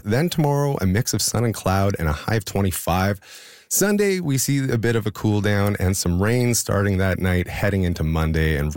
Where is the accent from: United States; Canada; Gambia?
Canada; Saskatchewan; And I'm from Saskatchewan.